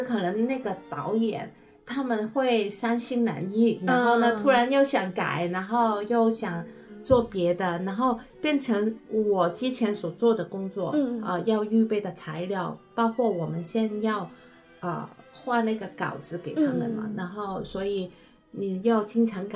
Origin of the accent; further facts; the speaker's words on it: Hong Kong; 这是我们香港人的一个很非常的著名的一个